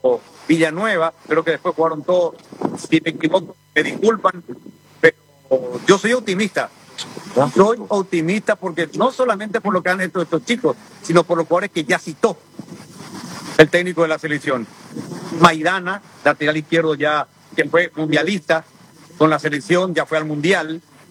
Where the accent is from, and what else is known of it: Paraguay